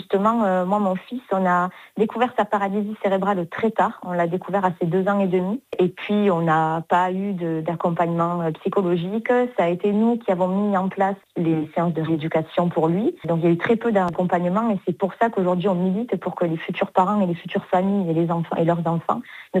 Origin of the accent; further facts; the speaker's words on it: Sète, Occitanie, France; also born or lived in Béziers / Florensac; now in Toulouse, France; moi, je suis née à Béziers. J'ai grandi ensuite à Florensac et ensuite à Sète. Aujourd'hui, je vis à Toulouse avec mes deux enfants et mon mari.